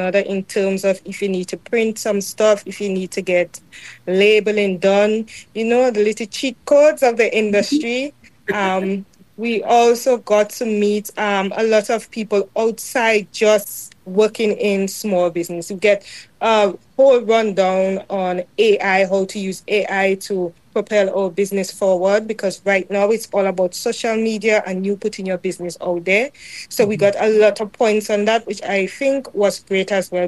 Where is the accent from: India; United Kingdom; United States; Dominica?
Dominica; Marigot, Saint Andrew; because I am from Marigot